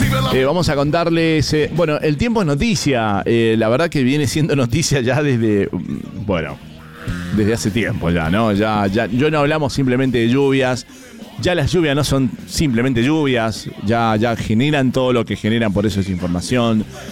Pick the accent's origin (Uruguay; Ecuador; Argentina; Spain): Argentina; Mendoza; a los montañeses como somos nosotros los mendocinos